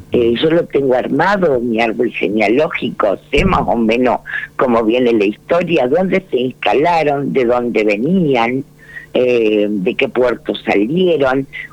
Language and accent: Spanish; Argentina; Esta mezcla nos hizo muy especiales como argentinos.